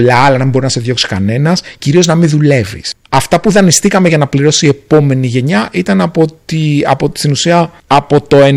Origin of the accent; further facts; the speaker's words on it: Agrinio, Western Greece, Greece; το Αγρίνιο είναι ο τόπος μου